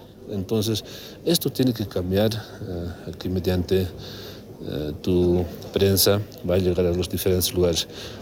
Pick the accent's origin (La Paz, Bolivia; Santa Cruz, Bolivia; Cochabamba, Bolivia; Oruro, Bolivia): Oruro, Bolivia; Soy orureño